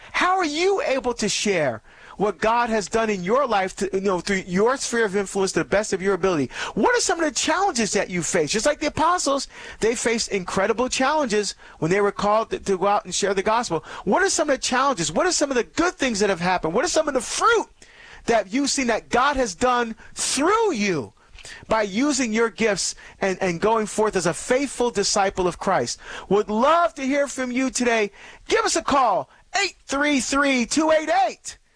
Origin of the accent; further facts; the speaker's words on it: New Jersey, United States; moved away; I really want to get back to Jersey, to my home state